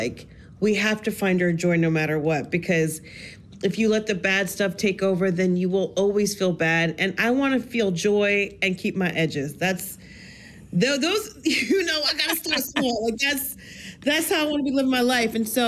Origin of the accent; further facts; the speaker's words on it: New Jersey, United States; I'm from Jersey